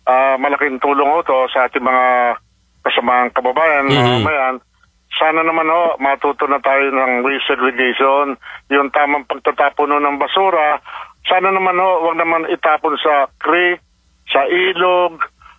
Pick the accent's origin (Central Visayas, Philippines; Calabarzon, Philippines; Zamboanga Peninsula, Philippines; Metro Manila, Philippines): Metro Manila, Philippines; Parañaque; Ang kami ng taga-Paranaque